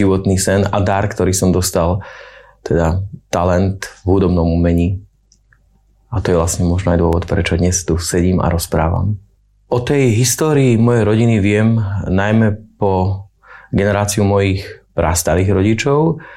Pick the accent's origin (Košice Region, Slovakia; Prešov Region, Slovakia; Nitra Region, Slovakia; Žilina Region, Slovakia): Žilina Region, Slovakia; Martin; Pochádzam z malebného mesta Martin, z Turčianskeho regiónu a pochádzam z hudobníckej rodiny